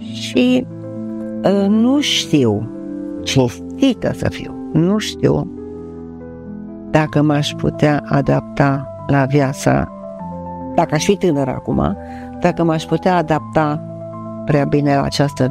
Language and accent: Romanian; Romania; eu sunt din România. Nu m-am ferit niciodată să spun că eu sunt româncă.